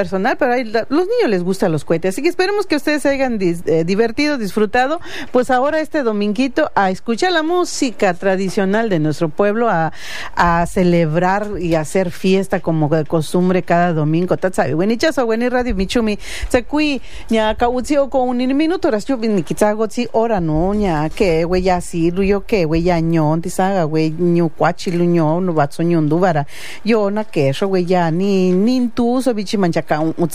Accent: Huajuapan de León, Oaxaca, Mexico; Quiero decir Meritito Huajuapan de León, pero no me dejó aclarar, Meritito Huajuapan de León, en el sentido de que pertenecemos, porque Huajuapan de León es nuestra capital

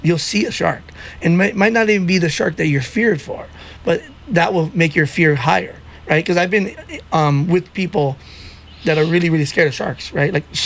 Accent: Hawaii, United States; As a Hawaiian

